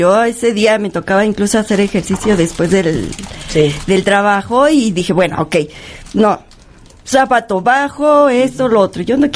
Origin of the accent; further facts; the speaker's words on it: Mexico; yo soy mexicana.